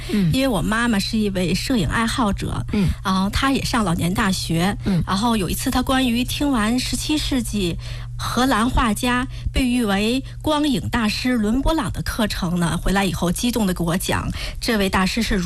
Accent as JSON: {"language": "Chinese", "town": "Shijiazhuang", "region": "Hebei", "country": "China", "tie": "born or raised there", "said": "是咱们河北经济广播电台的忠实粉丝。作为一个土生土长的石家庄人，"}